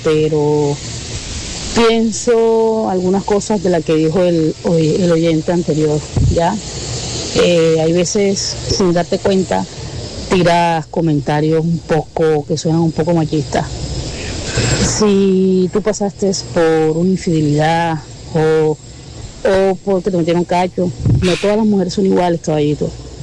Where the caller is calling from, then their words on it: Canada; Buenas noches, Tropicana. … de Canadá.